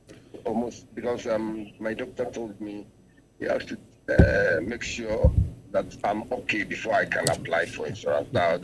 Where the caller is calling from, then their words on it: Kumasi, Ashanti, Ghana; from Kumasi.